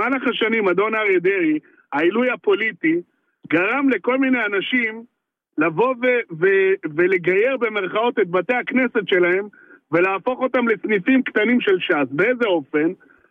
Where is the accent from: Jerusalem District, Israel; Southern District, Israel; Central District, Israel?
Jerusalem District, Israel; Jerusalem; אני גדלתי בשכונת רמות.